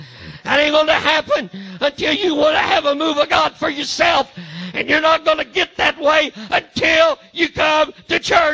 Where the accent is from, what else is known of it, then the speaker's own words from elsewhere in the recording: Missouri, United States; I'm from Missouri